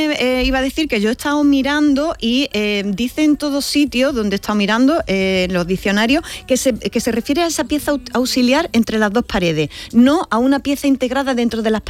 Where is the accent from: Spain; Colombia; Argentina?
Spain; Andalusia; partes de Andalucía que están más pegandillo a la mancha no se escalabocinan, que es como se diría en mi pueblo